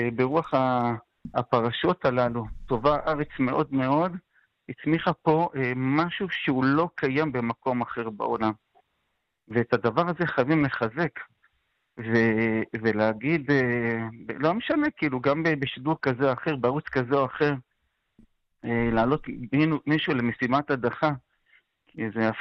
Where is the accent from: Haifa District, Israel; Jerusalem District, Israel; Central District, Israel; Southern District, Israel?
Jerusalem District, Israel; Jerusalem; צריך לשמור על הדברים שבקונצנזוס שאני גדלתי עליהם כירושלמי, בסדר? אני נולדתי בתוך בית קפה, בסדר? בתוך ירושלים, בצטרום של הצטרום, ולימים התאהבתי בהתיישבות